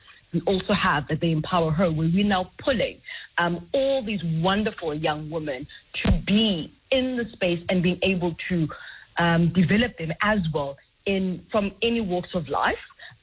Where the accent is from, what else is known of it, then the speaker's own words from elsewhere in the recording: Umlazi, KwaZulu-Natal, South Africa; moved away as an adult; now in Johannesburg, South Africa; So yes, so born and bred in Lazi, went to high school in Durban, varsity in Durban as well, partially, before, of course, moving to Johannesburg after the passing of my dad.